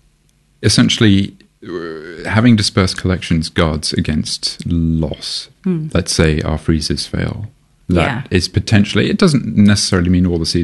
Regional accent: Malaysia; I'm originally from Malaysia. Despite my very Western name, I am mixed race and I grew up there and maintain my research interests and collaborations with locals there

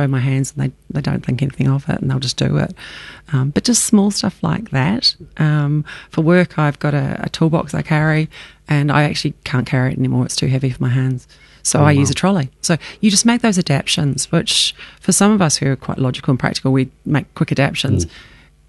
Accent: New Zealand; now in Australia; New Zealand, I'm a Kiwi, you can probably tell.

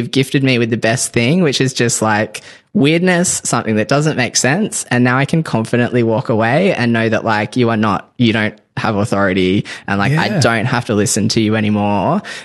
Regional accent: Tamworth, New South Wales, Australia; I grew up in Tamworth, a country town in New South Wales, country music capital of Australia.

